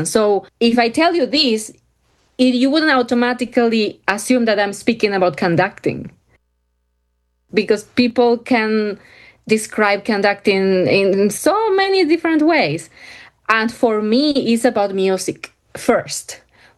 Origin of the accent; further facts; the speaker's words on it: Cuba; moved away; I'm from Cuba